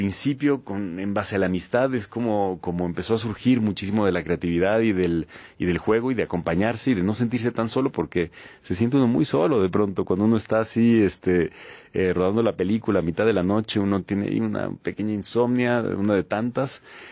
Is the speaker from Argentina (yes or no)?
no; Mexico